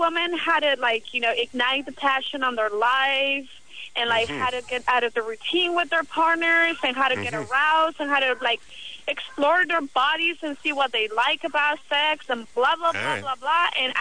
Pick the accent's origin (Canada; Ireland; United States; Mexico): Mexico; I'm actually, I'm actually Mexican.